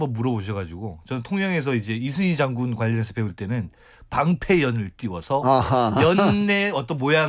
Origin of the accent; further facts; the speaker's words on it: Tongyeong, South Gyeongsang, South Korea; 나는 섬사람이었지